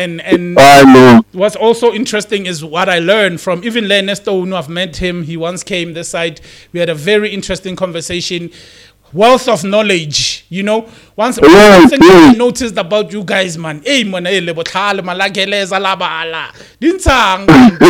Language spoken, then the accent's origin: English; Mahikeng, North West, South Africa; Because I'm also from Mufftown.